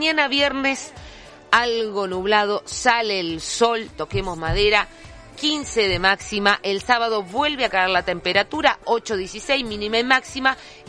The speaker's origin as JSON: {"language": "Spanish", "town": "General Ramírez", "region": "Entre Ríos", "country": "Argentina", "tie": "born or raised there", "moved": "yes", "lives_now": "Paraná, Argentina"}